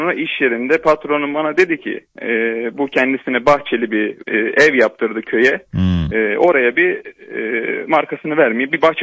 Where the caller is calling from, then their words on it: Karabük, Turkey; Karabük'ten arıyorum.